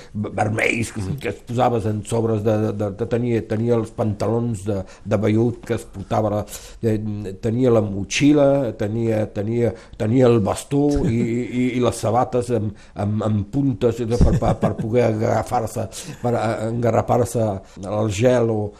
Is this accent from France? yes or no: yes; Perpignan, Occitania, France; born or raised there; also born or lived in Toulouse